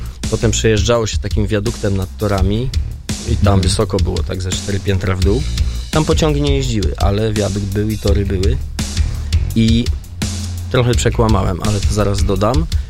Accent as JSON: {"language": "Polish", "town": "Bełchatów", "region": "Łódź Voivodeship", "country": "Poland", "tie": "born or raised there", "also_born_or_lived": "Piotrków Trybunalski", "said": "ja się wychowałem w Bełchatowie."}